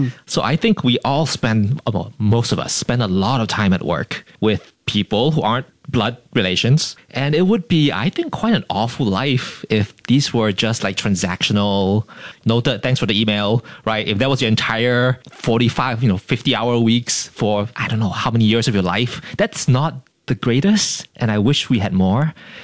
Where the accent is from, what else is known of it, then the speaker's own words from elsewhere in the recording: Singapore; We're Singaporean